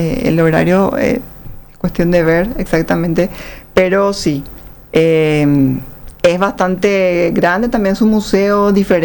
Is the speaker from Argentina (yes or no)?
no; Paraguay; es una obligación como paraguayos sentirnos